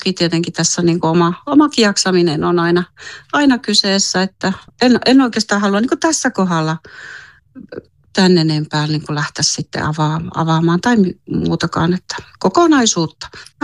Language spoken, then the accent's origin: Finnish; Simo, Lapland, Finland; Tämä on mun kotikunta, niin kyllä mä toivon Simon kunnalle jatkossakin kaikkea hyvää